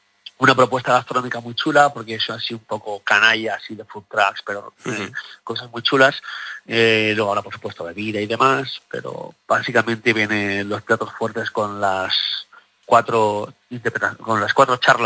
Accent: Valencian Community, Spain; now in Teruel, Spain; Yo soy valenciano, ¿eh?

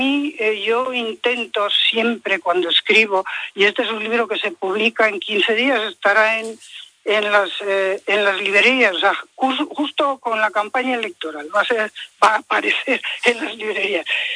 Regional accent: Spain

